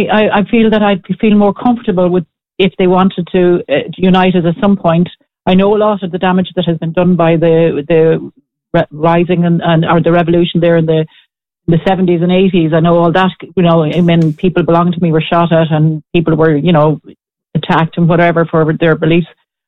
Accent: Ireland

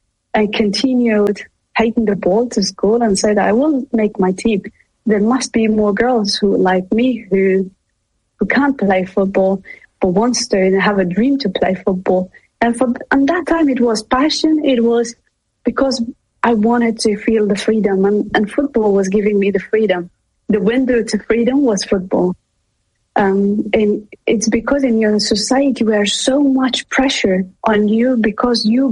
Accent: Pakistan; also born or lived in Iran / Afghanistan; We came back to Afghanistan with different mindset. Because we grew up in Pakistan or Iran, many refugees, Afghan refugees came back.

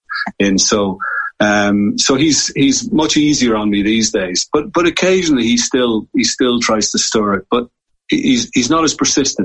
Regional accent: Waterford, Munster, Ireland; I'm from Waterford and I grew up in Waterford, but Tremor is only 7 miles away and it's the resort in the county of Waterford.

